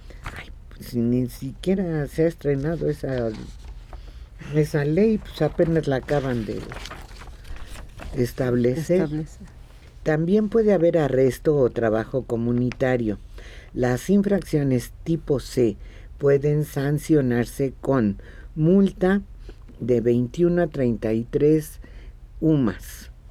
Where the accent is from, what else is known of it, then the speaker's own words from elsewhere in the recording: Mexico; representan para nosotros como mexicanos.